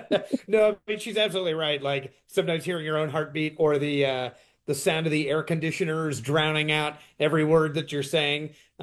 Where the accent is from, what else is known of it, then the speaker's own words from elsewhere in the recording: Chicago, Illinois, United States; I'm from Chicago